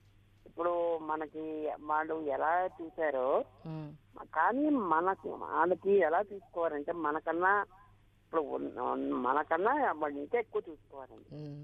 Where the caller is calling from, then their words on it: Kakinada, Andhra Pradesh, India; నేను కాకినాడ నుంచి చేస్తున్నానండి.